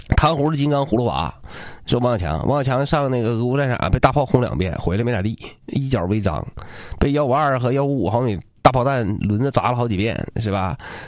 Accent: Northeast China, China; 一般的我们东北人呢，我们那个大陆人都管摩托车呢叫摩托车

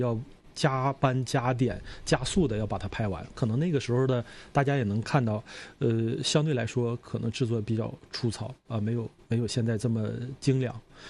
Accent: Gongzhuling, Jilin, China; moved away; 家乡的玉米这么好，公主岭被称为中国玉米之乡，

